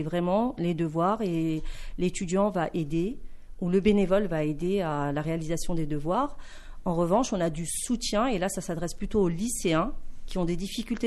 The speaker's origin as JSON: {"language": "French", "town": "Gourincourt", "country": "France", "tie": "born or raised there", "said": "je parle souvent de Gourincourt, c'est parce que je suis originaire de Gourincourt"}